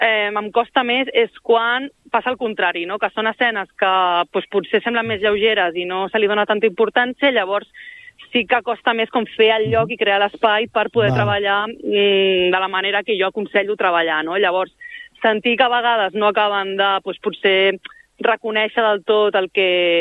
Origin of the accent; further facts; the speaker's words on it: Castelldefels, Catalonia, Spain; moved away as an adult; del meu poble, que ara ja, per desgràcia, ja no visc allà